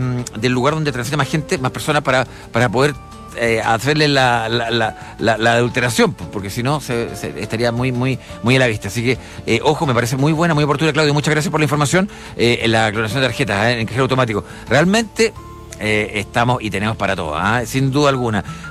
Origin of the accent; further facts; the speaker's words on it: Chile; somos chilenos